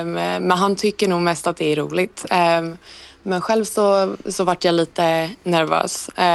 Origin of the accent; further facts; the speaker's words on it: Sweden; now in Paris, France; som svensk